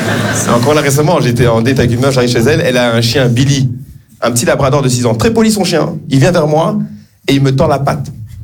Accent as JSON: {"language": "French", "country": "Rwanda", "moved": "yes", "lives_now": "France", "said": "Je suis rwandais. Voilà, je suis fier de mes origines, quoi."}